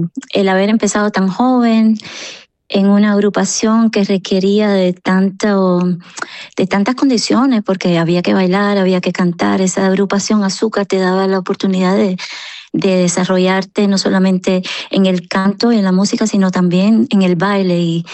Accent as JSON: {"language": "Spanish", "country": "Cuba", "moved": "yes", "said": "el llevar la música y defender la música cubana en Europa, y eso me lo tomé como una misión desde que salí de Cuba"}